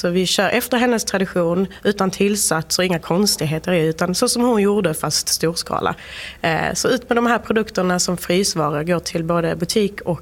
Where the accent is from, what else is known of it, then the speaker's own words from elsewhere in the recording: Sweden; born there; also born or lived in Iraq; vi flyttade hit när jag var 2 år, så 96.